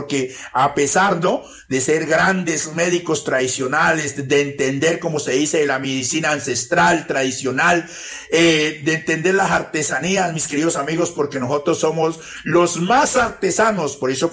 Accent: Villagarzón, Putumayo, Colombia; no tengo el orgullo de ser especialmente de acá de Cauca, ni de ser de Nariño, ni de ser de ninguna parte. Me siento muy orgulloso de ser de un pueblito llamado especialmente Villa Garzón, Putumayo.

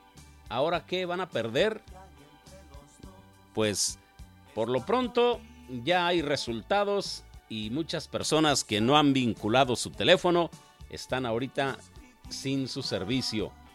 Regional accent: Mexico; casi somos todos los mexicanos

